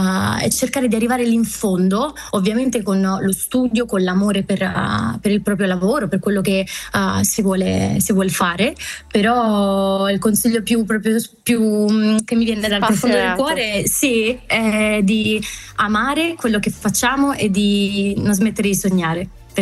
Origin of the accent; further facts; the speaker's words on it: Sardinia, Italy; io sono sarda